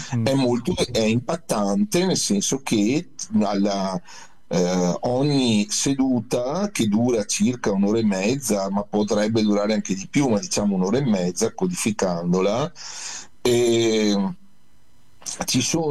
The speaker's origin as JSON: {"language": "Italian", "town": "Villorba", "region": "Veneto", "country": "Italy", "said": "io sono di Villorba"}